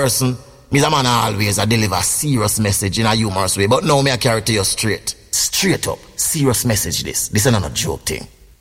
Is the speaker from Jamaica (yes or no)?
yes; Jamaica; I'm from the Caribbean, specifically from Jamaica. In Jamaica, we are bilingual. Yeah, man, we speak two languages. We speak standard English and fluent patois.